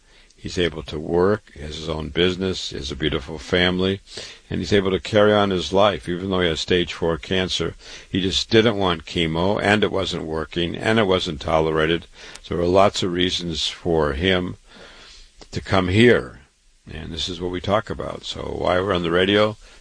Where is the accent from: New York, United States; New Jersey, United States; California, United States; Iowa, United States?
Iowa, United States; Waterloo; I was born and raised in Waterloo, Iowa. I went to medical school there.